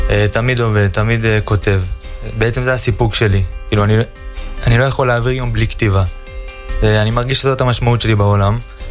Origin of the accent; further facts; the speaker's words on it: Beersheba, Southern District, Israel; born there; אני תושב באר שבע, כמו שאמרתי